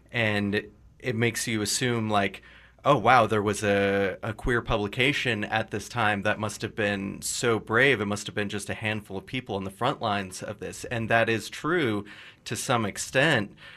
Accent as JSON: {"language": "English", "region": "Midwest", "country": "United States", "moved": "yes", "lives_now": "Colorado, United States", "said": "I'm from the Midwest, so we say Hesse."}